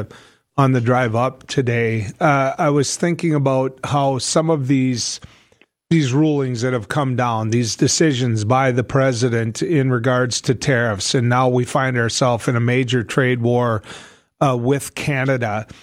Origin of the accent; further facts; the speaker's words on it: United States; we, as the American public